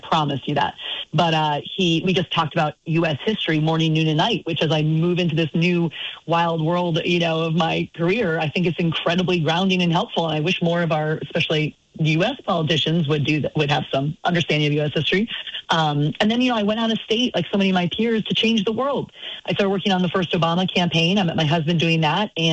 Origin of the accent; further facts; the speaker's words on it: Newbury, Vermont, United States; I grew up in Newberry, Vermont, small town, you know, on a dirt road, because my parents thought Vermont was the best place in the world to raise a family.